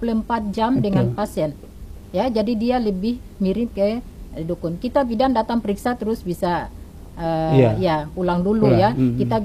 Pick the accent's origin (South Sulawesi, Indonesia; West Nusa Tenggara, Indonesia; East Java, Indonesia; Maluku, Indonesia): Maluku, Indonesia; Itu menurut kita orang Maluku ya.